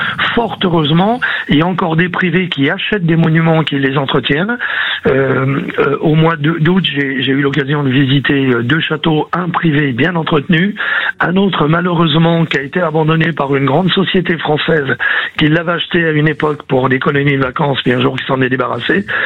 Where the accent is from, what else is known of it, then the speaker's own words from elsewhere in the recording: Paris, Île-de-France, France; Bon, je suis parisien, donc je me promène beaucoup dans Paris.